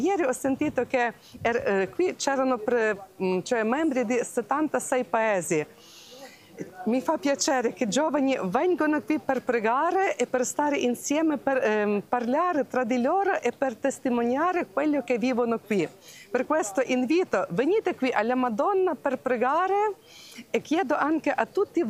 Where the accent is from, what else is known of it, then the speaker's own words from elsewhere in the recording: Ukraine; Italian is a second language; Siccome proveniamo dall'Ucraina, dove purtroppo c'è la guerra, e qui siamo venuti appunto per pregare per la pace, perché tutti noi, anche giovani dell'Ucraina, vogliono vivere nella pace